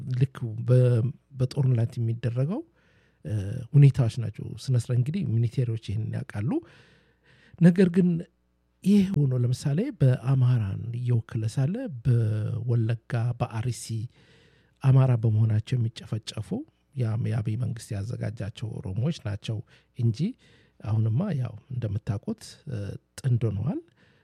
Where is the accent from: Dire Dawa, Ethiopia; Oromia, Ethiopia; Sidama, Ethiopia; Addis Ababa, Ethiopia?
Dire Dawa, Ethiopia; አዎ በእርግጥም አማራ ነኝ፣ ግን ንጹህ ኢትዮጵያዊ ነኝ። አማራ ሰውን ደግሞ ድሬዳዋ ተወልጄ አደኩኝ።